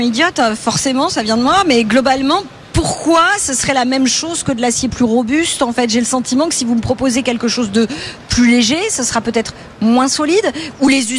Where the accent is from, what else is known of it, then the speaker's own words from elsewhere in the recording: Paris, Île-de-France, France; parce que je suis une Parisienne